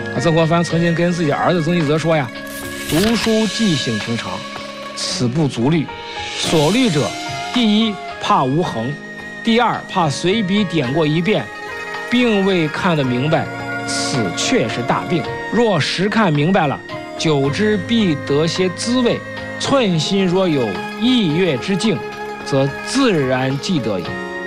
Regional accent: China; 当前我们中国人同样面临着世界百年未有之大变局

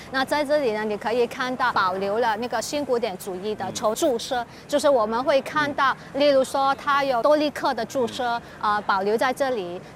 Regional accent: Macau; 我们澳门人

